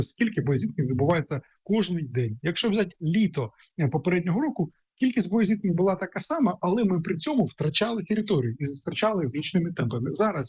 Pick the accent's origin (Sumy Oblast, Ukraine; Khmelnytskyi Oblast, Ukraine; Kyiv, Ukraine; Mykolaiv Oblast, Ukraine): Sumy Oblast, Ukraine; Sumy; прикордонні міста, такі як моє рідне місто Суми